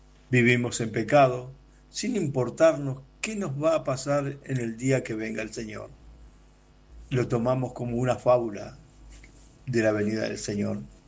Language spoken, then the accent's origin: Spanish; Argentina; soy de Argentina.